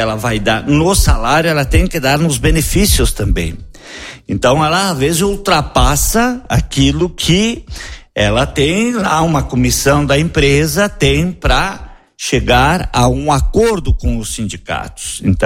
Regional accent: Rio Grande do Sul, Brazil; quando nós vamos para alguns outros estados e nós falamos que nós somos gaúchos, ele diz, nós admiramos muito os gaúchos.

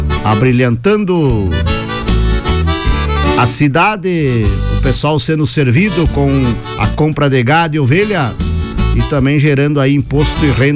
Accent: Ciríaco, Rio Grande do Sul, Brazil; eu como siriaquense, orgulho de poder também participar desses momentos aí.

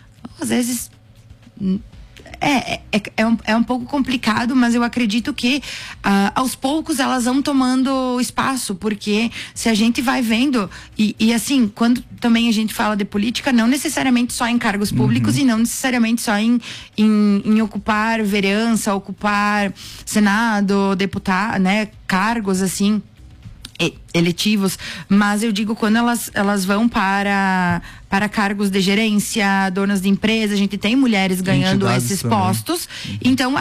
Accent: Brazil; somos todos, né, brasileiros

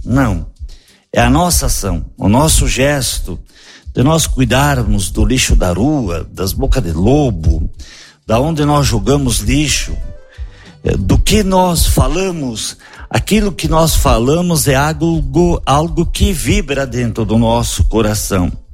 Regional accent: Marau, Brazil; que bom que nós somos de Marau, que bom que nós moramos em Marau.

